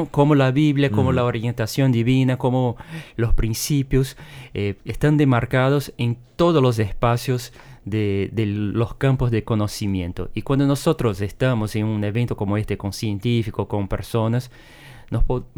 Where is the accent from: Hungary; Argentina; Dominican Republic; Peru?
Argentina; moved away as an adult; Cuando vinimos como familia argentina